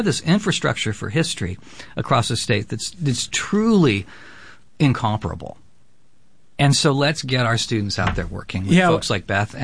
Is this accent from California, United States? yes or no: yes; California, United States; And for me, it was literally hagiography because I grew up in California with Father Sarah, Jim Procera, and he has now been canonized.